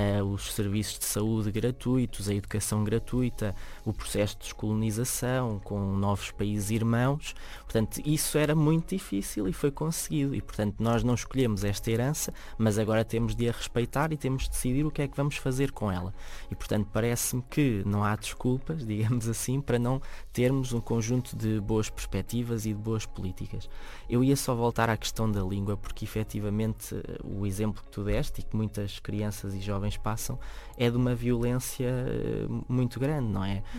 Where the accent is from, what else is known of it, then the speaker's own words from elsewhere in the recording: Centro, Portugal; now in Lisbon, Portugal; na Beira Alta, que eu sou beirão, sei bem do que falo